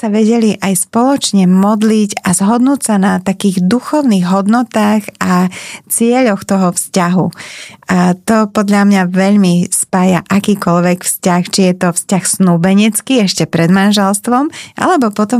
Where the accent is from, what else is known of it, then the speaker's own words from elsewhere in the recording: Bratislava, Bratislava Region, Slovakia; Ja som z Bratislavy.